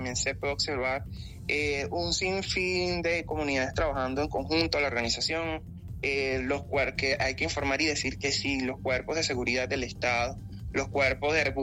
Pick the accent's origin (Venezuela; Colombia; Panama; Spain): Venezuela; esa hermandad que nos caracteriza como venezolanos, y que dentro de todo las personas siguen bajando, siguen colaborando y siguen prestando esa mano amiga o ese apoyo que nos caracteriza como venezolanos.